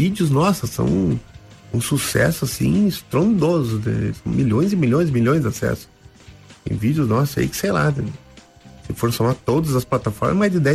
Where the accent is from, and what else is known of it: Rio Grande do Sul, Brazil; now in Curitiba, Brazil